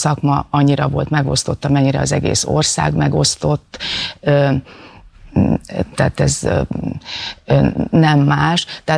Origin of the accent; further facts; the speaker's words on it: Sopron, Győr-Moson-Sopron, Hungary; én Sopronban az én koromban